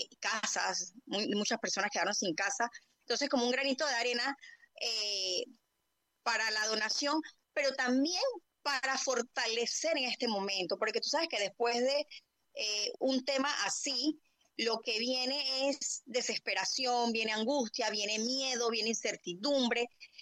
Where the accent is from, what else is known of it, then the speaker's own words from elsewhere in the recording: Panama; nosotros como panameños hemos visto la mano de Dios en medio de toda esta catástrofe